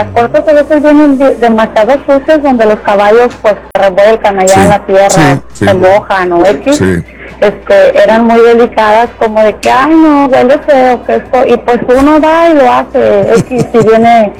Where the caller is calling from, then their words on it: Lexington, Kentucky, United States; Mira, yo les llamo desde Lexington, Kentucky.